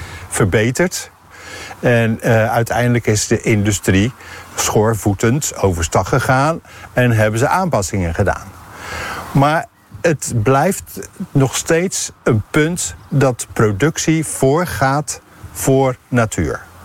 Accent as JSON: {"language": "Dutch", "region": "South Holland", "country": "Netherlands", "tie": "born or raised there", "said": "Ik ben opgegroeid aan de Nieuwe Waterweg. En toen ik een jaar of 10 was of zo, toen ging ik met mijn buurjongetjes natuurlijk struinen langs de oevers van de Nieuwe Waterweg."}